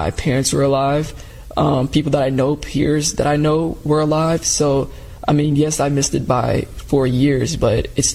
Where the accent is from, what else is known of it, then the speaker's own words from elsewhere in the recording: Chicago, Illinois, United States; Growing up in Chicago